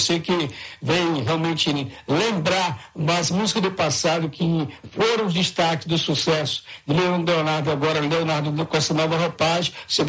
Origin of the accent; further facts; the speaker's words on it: Brazil; porque ainda somos brasileiros